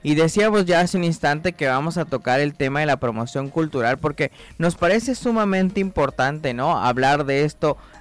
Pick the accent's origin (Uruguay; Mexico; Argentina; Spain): Mexico; Tabasco; quienes vivimos aquí como tabasqueños, como mexicanos, como parte de un país